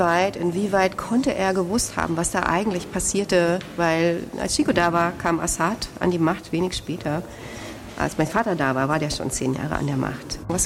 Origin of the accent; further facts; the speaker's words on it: East Germany, Germany; bin ich eigentlich aufgewachsen in der DDR.